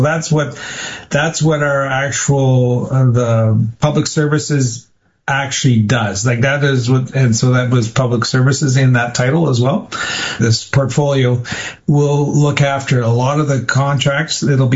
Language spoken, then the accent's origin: English; Canada